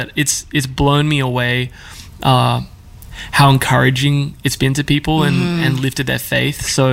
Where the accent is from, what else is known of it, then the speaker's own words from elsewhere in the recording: Australia; moved away; I'm an Australian